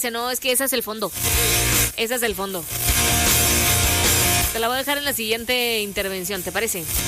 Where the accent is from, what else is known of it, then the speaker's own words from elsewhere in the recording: Guatemala; canciones que nos representan como guatemaltecos